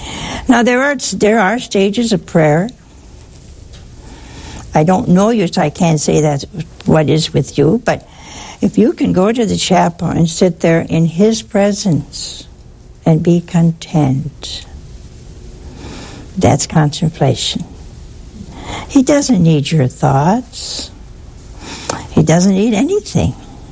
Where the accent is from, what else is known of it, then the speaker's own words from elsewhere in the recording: Ohio, United States; moved away; Oh, hey. That's my home state.